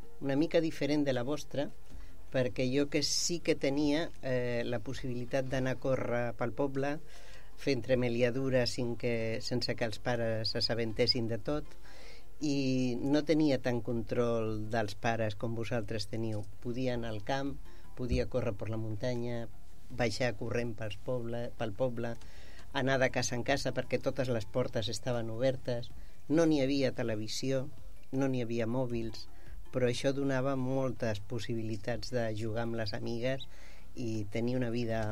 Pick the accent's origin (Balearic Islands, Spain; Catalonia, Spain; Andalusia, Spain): Andalusia, Spain; Alcúdia de Guadix; born there; Jo vaig néixer a la província de Granada, un poblet que es diu Alcúdia de Guadix